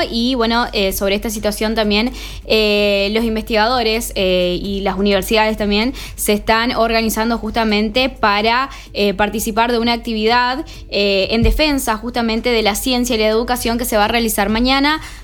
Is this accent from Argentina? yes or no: yes; Argentina; todos somos argentinos